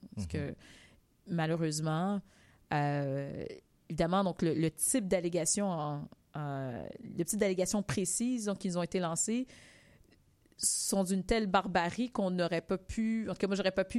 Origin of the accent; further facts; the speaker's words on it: Quebec, Canada; Nous sommes Québécois maintenant depuis quelques générations, donc nous voulons aussi l'occuper, cet espace public-là.